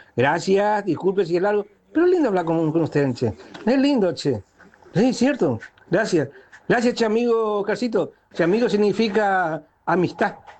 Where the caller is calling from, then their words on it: Argentina; yo soy argentino realista